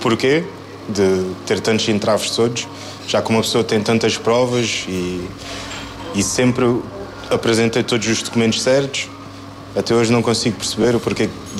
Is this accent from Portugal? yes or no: yes; Portugal; Cabo Verde, adoro, vai estar sempre aqui, está no sangue, mas o meu país é aqui. Foi onde eu nasci, foi onde eu fui criado, é onde eu tenho amigos, família, tenho tudo.